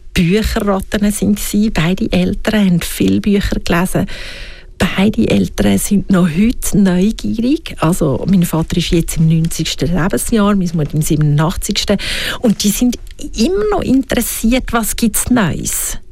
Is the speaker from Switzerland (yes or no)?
yes; Switzerland